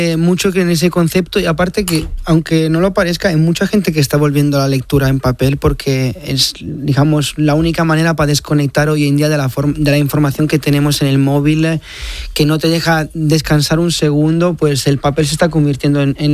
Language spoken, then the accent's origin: Spanish; Italy; Spanish is a second language; now in Barcelona, Spain; soy de italiano, de Italia